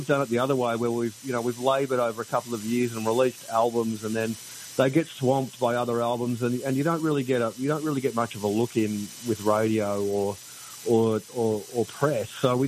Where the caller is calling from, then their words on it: Melbourne, Victoria, Australia; I'm in Melbourne, Australia, which is on the southeast coast. It's down the bottom, just across from Tasmania.